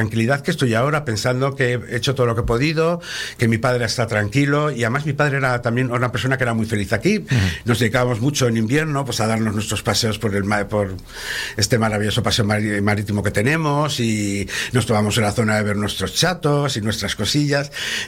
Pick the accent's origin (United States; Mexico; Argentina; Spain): Spain; León, Castile and León; Yo soy de León, es decir, que también lo tengo relativamente cerca, tenemos las médulas, tenemos los picos de Europa